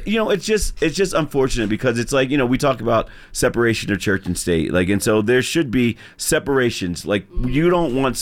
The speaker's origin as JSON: {"language": "English", "country": "United States", "said": "as an American"}